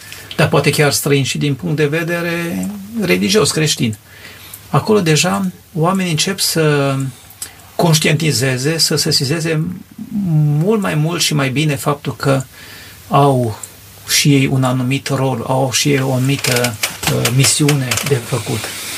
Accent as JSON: {"language": "Romanian", "country": "Romania"}